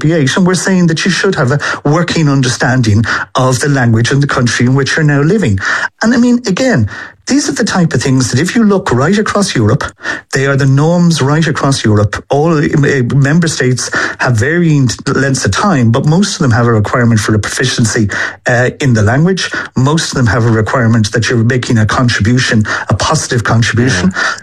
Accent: Ireland; I'm one of these people that's not totally proficient. Like everybody, I did Irish in school, but it's not something that I am particularly.

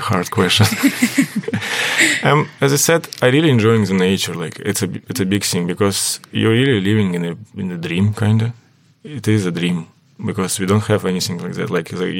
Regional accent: Ukraine; English is a second language; now in Ireland; I'm from Russian-speaking region, and I started to speak Ukrainian properly only when I arrived to Ireland.

